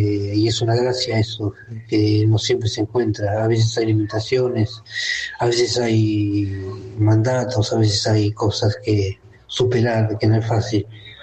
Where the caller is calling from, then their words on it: Buenos Aires, Argentina; de Caballito